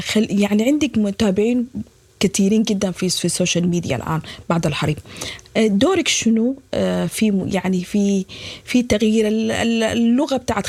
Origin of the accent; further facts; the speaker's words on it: Sudan; نحن سودانيين